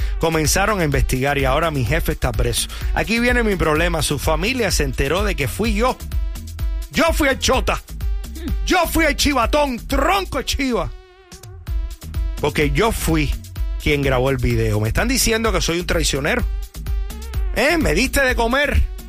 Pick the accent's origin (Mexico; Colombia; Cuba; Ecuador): Cuba; now in Tampa, United States; en mi país, en Cuba